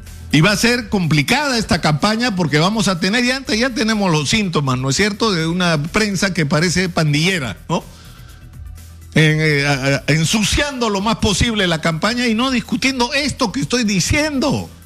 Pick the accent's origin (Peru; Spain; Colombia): Peru